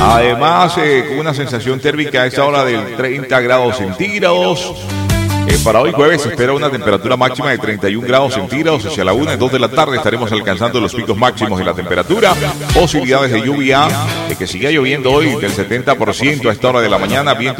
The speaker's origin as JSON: {"language": "Spanish", "region": "Córdoba", "country": "Colombia", "said": "una voz cordobesa que te acompaña en las mañanas."}